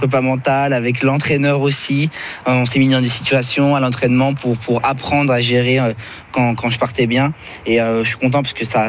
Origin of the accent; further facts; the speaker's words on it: Lyon, Auvergne-Rhône-Alpes, France; Moi, j'ai grandi à Lyon. J'ai fait primaire, collège, lycée là-bas, et en collège j'étais à Saint-Louis-Saint-Bruno